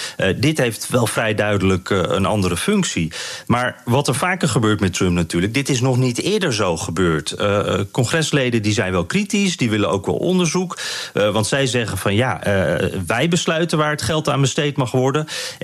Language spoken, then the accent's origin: Dutch; Netherlands; als Nederlander die hier van buiten naar kijkt.